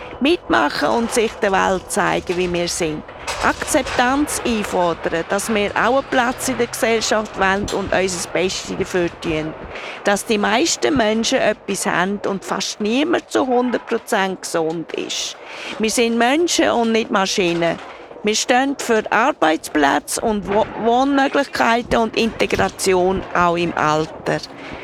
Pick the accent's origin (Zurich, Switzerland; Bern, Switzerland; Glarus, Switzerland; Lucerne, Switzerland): Lucerne, Switzerland; Ich bin aus Luzern.